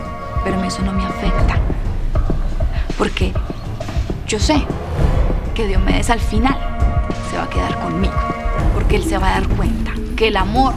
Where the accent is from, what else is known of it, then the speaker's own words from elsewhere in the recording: Bogotá, Colombia; No, señora, no creo, porque yo soy de Bogotá.